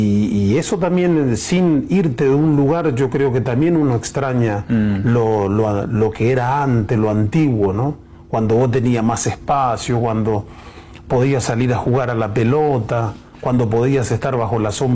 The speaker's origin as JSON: {"language": "Spanish", "town": "Concepción", "region": "Corrientes", "country": "Argentina", "tie": "born or raised there", "also_born_or_lived": "Paso de los Libres", "said": "yo nací justo ahí, en a orillas del río Uruguay, y a los 2 años mamá me llevó de nuevo a su pueblo, y ahí yo me hice concepcionista"}